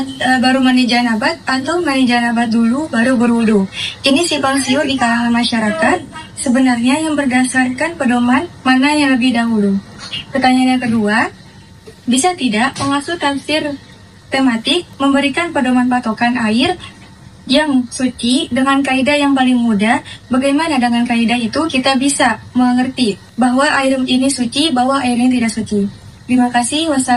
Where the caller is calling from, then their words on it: Tangerang, Banten, Indonesia; Saya dari mahasiswa Institut Ilmu Al-Quran Jakarta. Saya berasal dari Tangerang, Pondokaren.